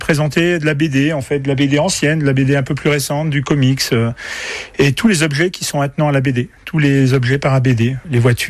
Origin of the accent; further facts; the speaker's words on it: Bourgogne-Franche-Comté, France; Je viens de Bourgogne. Donc je me suis installé là et j'ai rapidement fait le tour en fait des marchés aux alentours